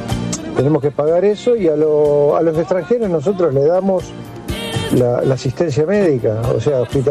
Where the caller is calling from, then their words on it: Lanús, Buenos Aires Province, Argentina; de Lanús, viajante.